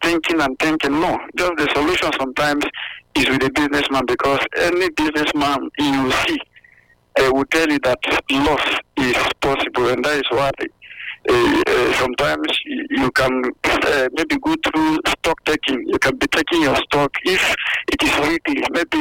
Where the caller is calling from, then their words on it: Benin; Yeah, I'm calling from Benin.